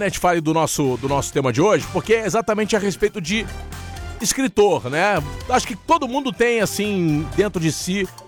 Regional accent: Brazil; no nosso contexto como brasileiros

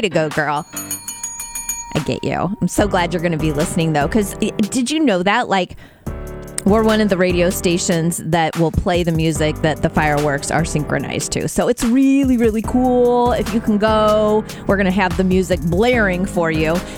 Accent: Metamora, United States; I grew up in Metamora and there was a girl and her name was Shelly and she was born on the 4th of July.

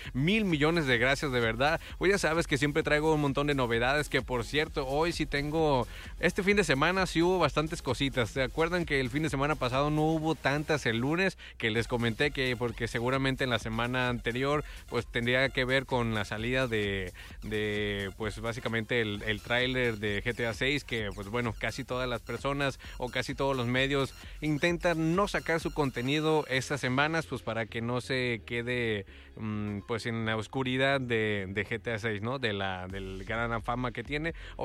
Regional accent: Mexico; Ya saben cómo somos los mexicanos

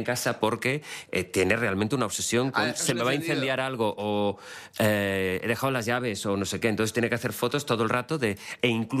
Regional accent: Valencian Community, Spain; A ver, yo como valenciano, pues no el puedo Borbón, más que alabarles el gusto, ¿no?

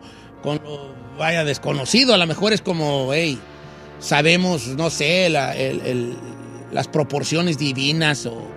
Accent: Mexico; no como los mexicanos que somos de los nahuas y mayas y zapotecas y mixtecas

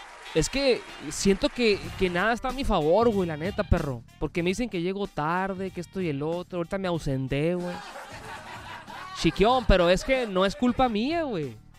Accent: Punta Banda, Baja California, Mexico; ¿Cómo me identificas que soy de Punta Banda, güey?

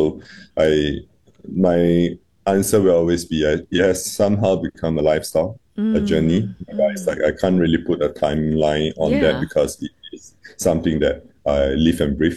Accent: Henderson, Singapore; because we, our old place where I grew up itself was in Henderson. So we are kind of in between three different markets.

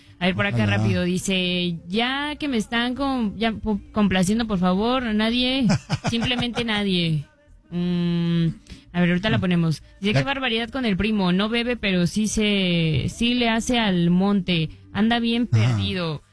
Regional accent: El Oro, State of Mexico, Mexico; Así es, se llama El Oro, está como a 2 horas de Toluca.

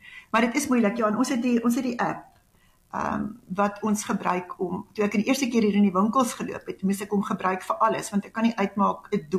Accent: Pretoria, Gauteng, South Africa; born there; also born or lived in Groblersdal / Namibia / Springs; In Pretoria, maar ons het draaie geloop, jong. Ek was in Mabelol, daar skool later, Groblersdal, toe is ons getroud en in Suidwes gebly, wat wonderlik lekker was.

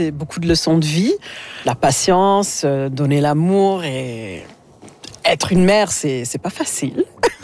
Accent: Quebec, Canada; moved away; J'étais québécoise, je m'identifiais comme une québécoise quand j'étais plus jeune parce que j'ai grandi au Québec, ça s'entend plus.

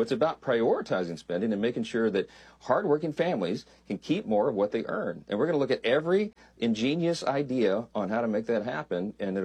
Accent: Louisiana, United States; In my state of Louisiana, I'm there this morning in my home state

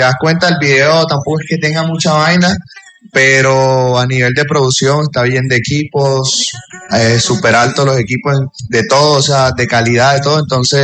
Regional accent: Aracataca, Magdalena, Colombia; Yo soy de Aracataca, Magdalena, de la tierra de Gao

